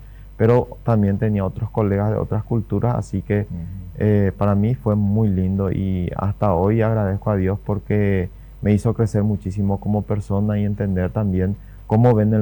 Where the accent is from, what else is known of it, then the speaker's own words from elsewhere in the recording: Santa María, Misiones, Paraguay; moved away as an adult; now in Filadelfia, Paraguay; yo soy de Misiones. Específicamente mi pueblo es Santa María Misiones.